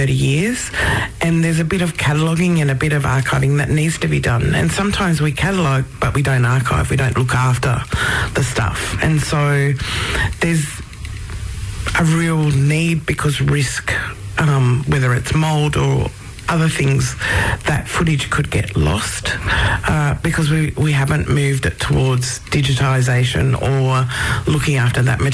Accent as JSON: {"language": "English", "town": "Alice Springs", "region": "Northern Territory", "country": "Australia", "tie": "born there", "said": "But I also have connections, I suppose, because I was born on Mbantua, so to the Arunda mob in Central Australia."}